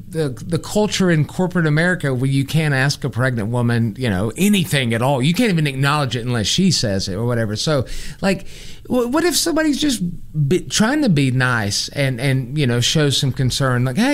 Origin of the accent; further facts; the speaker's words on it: the South, United States; Obviously, as a Southerner, I would.